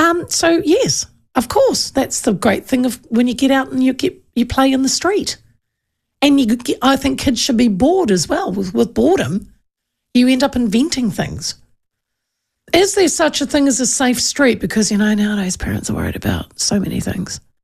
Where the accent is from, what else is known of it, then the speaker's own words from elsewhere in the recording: Hawke's Bay, New Zealand; I'm from the Hawke's Bay and I have whānau in Wairua.